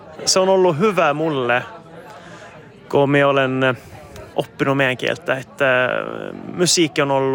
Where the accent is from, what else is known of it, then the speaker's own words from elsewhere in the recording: Sakajärvi, Norrbotten County, Sweden; Mulle se on niin kuin, että minun kotikylä, Sakajärvi, se on nyt pojessa gruvan takia.